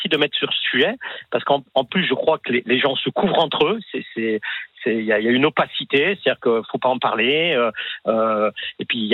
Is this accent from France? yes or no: yes; France; Moi, je suis français. D'habitude, je suis fier de mon pays.